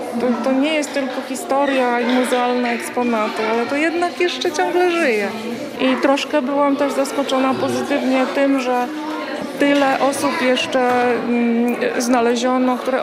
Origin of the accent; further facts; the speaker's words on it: Świętokrzyskie Voivodeship, Poland; całe życie mieszkam w Świętokrzyskim